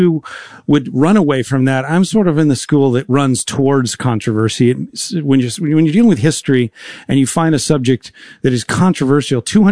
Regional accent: United States; So as an American writer with an American publisher

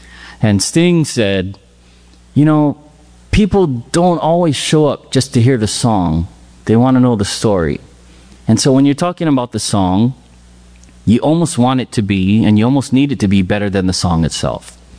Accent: Kaneohe, Hawaii, United States; moved away as an adult; also born or lived in Molokai; now in Waimea, United States; And so I grew up on Oahu in Kaneohe. And I like to say that I grew up on Oahu, but I was raised by Molokai. I spent a lot of time there

